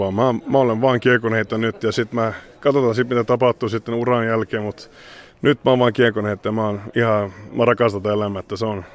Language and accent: Finnish; Sweden; mä oon Ruotsissa syntynyt, mä oon ruotsalainen ja mä kilpailen aina Ruotsin maa